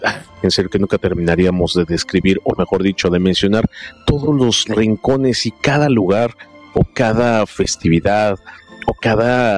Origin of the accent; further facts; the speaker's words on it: Mexico; born there; es un orgullo haber nacido en tierra mexicana, tener, como dijeran, sangre azteca